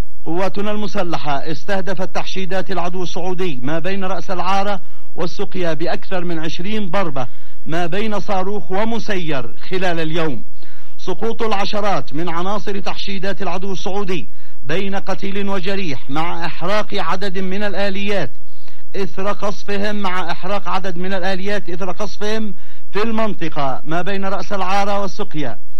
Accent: Yemen

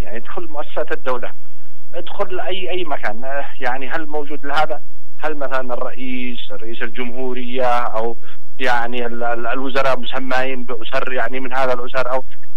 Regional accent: Yemen; وإحنا بنقول كأنصار الله نحن جزء من اليمن

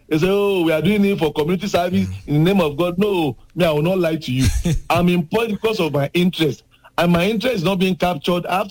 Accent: Lagos, Nigeria; So yes. As I speak with you, I'm speaking from Agege local government.

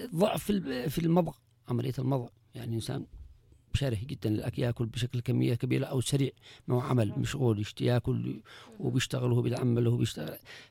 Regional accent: Yemen; عندنا في اليمن

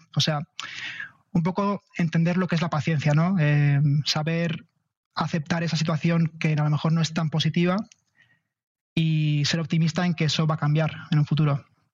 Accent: Spain; siendo español con el pasaporte entras en todos los países sin visado

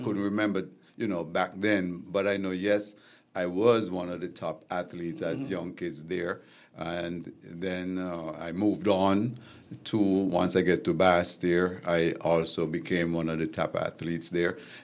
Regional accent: Challengers, St. Kitts & Nevis; moved away; also born or lived in Sandy Point / Basseterre; I am from Challengers Village. As a matter of fact, I went to school in Sandy Point my first several years in my childhood.

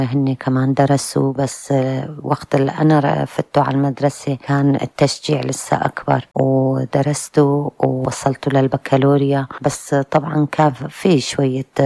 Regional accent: Qamishli, Al-Hasakah Governorate, Syria; Arabic is a second language; نحن كبرنا بالحي الغربي بالقامشلي بالحارة الغربية معروفة كبرنا بحارة شعبية حارة كلها بيوت طينية وحواش عربية

